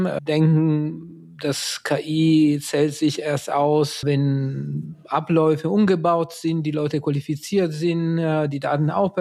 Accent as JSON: {"language": "German", "country": "Italy"}